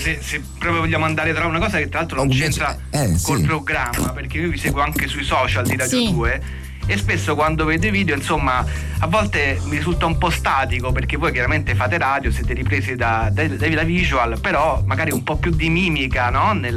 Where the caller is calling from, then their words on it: Latina, Lazio, Italy; Chiamo da Latina.